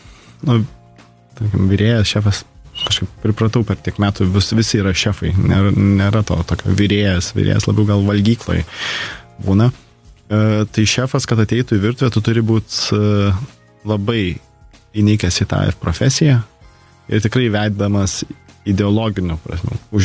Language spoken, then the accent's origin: Lithuanian; Šilutė, Klaipėda County, Lithuania; moved away as an adult; aš esu iš Šilutės, tai gyvenau visą laiką Šilutį